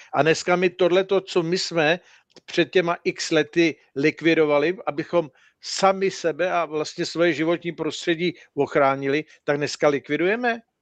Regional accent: Ústí nad Labem, Ústí nad Labem Region, Czechia; Já, když jsem nastoupil na vojnu, tak jsem přišel z Ústí nad Labem do Liptovského Mikuláše.

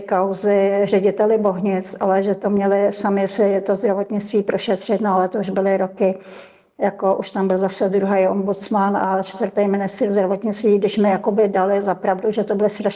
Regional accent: Prague, Czechia; moved away as an adult; now in Tábor, Czech Republic; já jsem původně z Prahy

